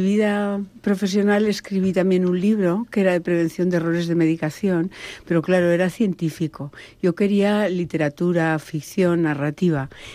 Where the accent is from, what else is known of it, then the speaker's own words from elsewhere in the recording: Aragon, Spain; now in Sant Cugat, Spain; yo soy una aragonesa afincada en Sant Cugat desde hace 35 años